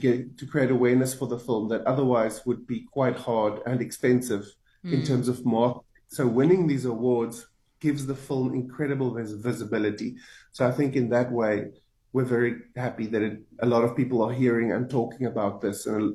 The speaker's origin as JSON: {"language": "English", "region": "Limpopo", "country": "South Africa", "tie": "born or raised there", "said": "I'm from a tiny town in Limpopo called Luitrichard."}